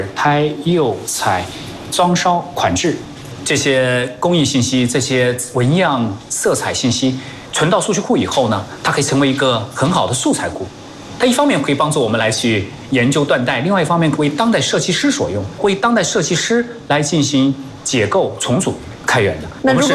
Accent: Jingdezhen, Jiangxi, China; moved away as an adult; 所以那时候觉得，哎呀，景德镇就是，哎呀，我们的家乡确实有点脏，有点乱。

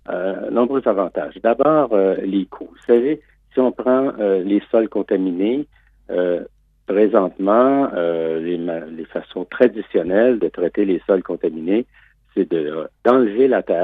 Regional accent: Canada; Même pour nous qui avons la chance de voyager, d'aller souvent en Chine quand on est Canadien

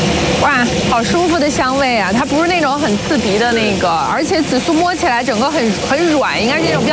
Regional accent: Hebei, China; 我河北人嘛。

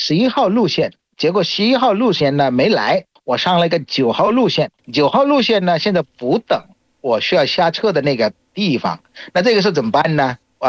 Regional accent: Bangladesh; Chinese is a second language

